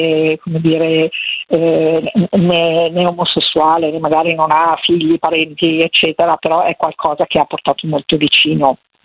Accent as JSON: {"language": "Italian", "town": "Milan", "region": "Lombardy", "country": "Italy", "said": "Sono di Milano, diciamo, è tanto che non ci vado per impossibilità, diciamo, organizzative, psicosociali. No, sono più anziana"}